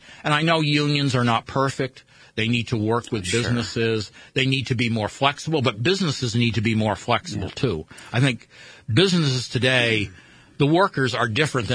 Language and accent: English; United States; I grew up in America